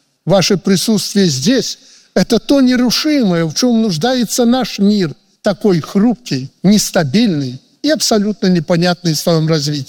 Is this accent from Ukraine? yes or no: no; Belarus; мы, белорусы